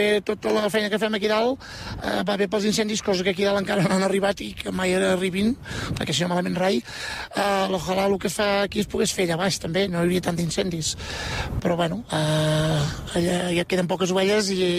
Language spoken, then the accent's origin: Catalan; Catalonia, Spain; Aviam, jo vinc del Pla de l'Estany Empordà. Allà baix fa molta calor i pugem cap aquí perquè estem molt més frescos